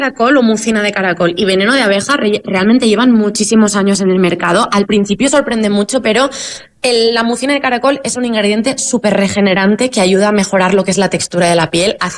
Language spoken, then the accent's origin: Spanish; Valencia, Valencian Community, Spain; Yo soy valenciana